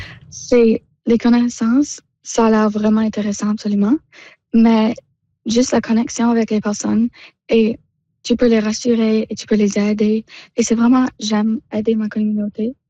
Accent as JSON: {"language": "French", "town": "Halifax", "region": "Nova Scotia", "country": "Canada", "said": "Je viens d'une communauté à Halifax qui s'appelle Bedford."}